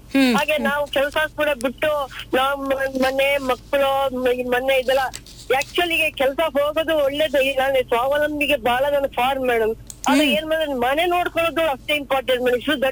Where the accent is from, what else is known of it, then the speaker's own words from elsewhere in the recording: Mysore, Karnataka, India; ನಾನು ಅಂದ್ರೆ, ನಾನು ಆಕ್ಚುಲಿ ನಾನು ಹುಟ್ಟಿದ್ದು ಬೆಳೆದಿದ್ದೆಲ್ಲ ಮೈಸೂರು ಮೇಡಮ್.